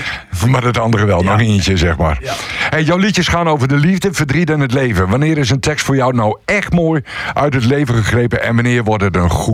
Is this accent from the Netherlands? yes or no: yes; Groningen, Netherlands; accent: Gronings; jij hebt dus hetzelfde wat ik heb met Gronings, het Gronings praten. Ik denk in het Nederlands. Ja. Dus als ik een gesprek aanga met iemand in het Gronings, schakel ik automatisch over naar het Nederlands. Omdat ik in het Nederlands denk.